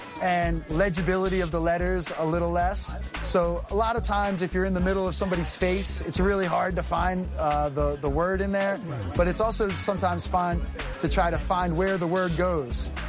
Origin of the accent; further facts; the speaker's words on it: Seattle, Washington, United States; Can you do this for my hometown of Seattle?